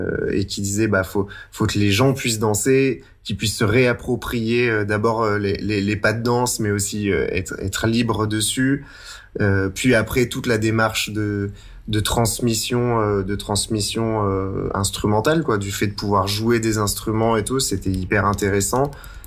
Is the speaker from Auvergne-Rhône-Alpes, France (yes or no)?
yes; Saint-Étienne, Auvergne-Rhône-Alpes, France; En plus, on est stéphanois et on ose chanter en occitan, alors oulala, attention.